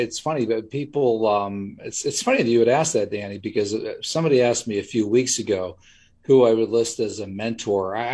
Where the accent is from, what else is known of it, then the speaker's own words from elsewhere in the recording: Butler, Pennsylvania, United States; also born or lived in Pittsburgh, Pennsylvania / Penn Hills, Pennsylvania; Then I guess by the time I was about 4 years old, we moved to Butler, Pennsylvania. And that's where I lived and went and was there through high school. And my parents still live in that area. So I graduated high school there in 1984, class of 1984.